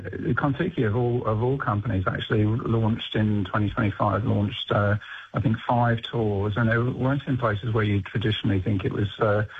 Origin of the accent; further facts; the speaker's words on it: Newcastle, New South Wales, Australia; And then I'm from Newcastle